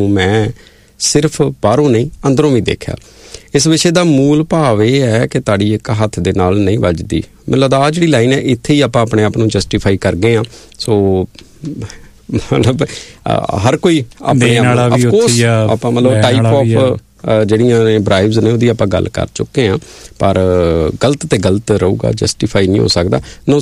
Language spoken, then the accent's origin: Punjabi; Rajasthan, India; ਕਿਉਂਕਿ ਮੇਰੀ ਵਾਈਫ ਪੰਜਾਬ ਤੋਂ ਹੈ ਅਤੇ ਮੈਂ ਰਾਜਸਥਾਨ ਤੋਂ